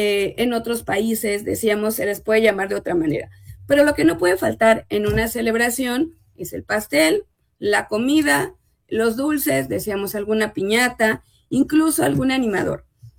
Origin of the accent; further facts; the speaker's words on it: Mexico; Como buenos mexicanos y mexicanas